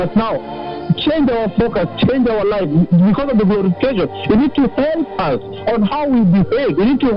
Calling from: Machache, Lesotho; I'm coming live from Machache.

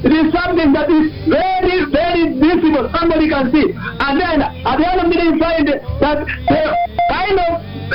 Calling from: Kakamega, Kakamega County, Kenya; You are speaking to … I am calling live from Kakamega.

